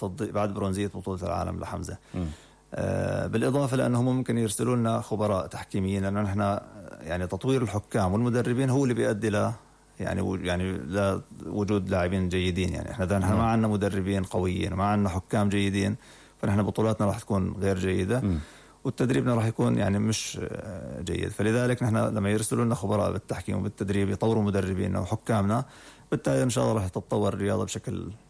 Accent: Syria

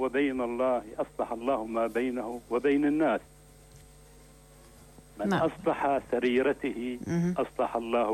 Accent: Syria; نحن كلنا سوريين حقيقيين. نحن كلنا بنشبه بعضنا.

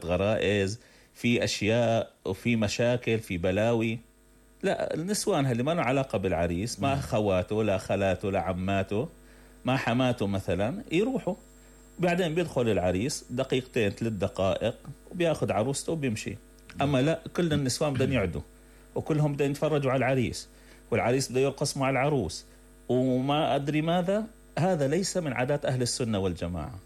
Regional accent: Syria; عندنا في الشام

